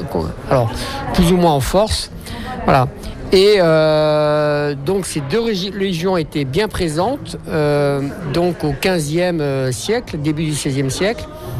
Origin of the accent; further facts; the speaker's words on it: France; moi je suis français, de famille française, mon père est français, des Pyrénées, ma mère était de Grenoble, des Alpes. Voilà, je suis complètement français, malgré que j'ai beaucoup voyagé.